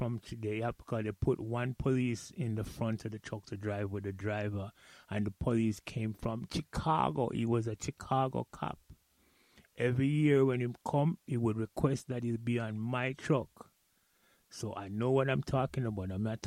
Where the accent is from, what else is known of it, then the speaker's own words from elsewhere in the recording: Jamaica; I am a Jamaican.